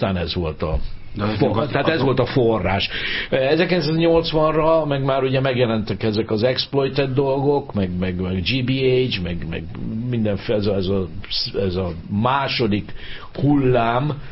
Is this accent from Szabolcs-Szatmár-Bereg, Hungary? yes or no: yes; Nyíregyháza, Szabolcs-Szatmár-Bereg, Hungary; also born or lived in Zugló, Budapest; now in Budapest, Hungary; zuglói születésű vagyok egyébként. Az Uzsokiba születtem még annak idején, úgyhogy majd ilyen 4-5 évesen kerültem Nyíregyházára, de hát ott nőttem föl, igen, ott végeztem az iskoláimat